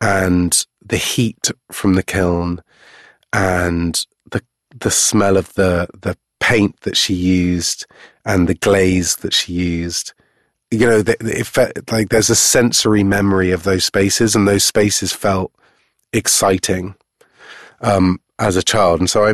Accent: Cheltenham, South West England, United Kingdom; I had a really great upbringing in that town.

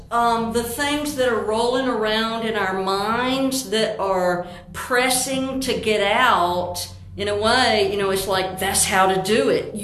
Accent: Georgia, United States; And I'm from Georgia, so … was not as big there.

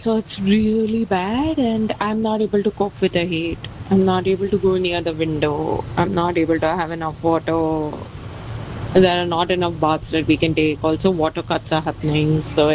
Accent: India; I'm from India, and I'm in an extremely hot and humid place, and it gets worse year by year.

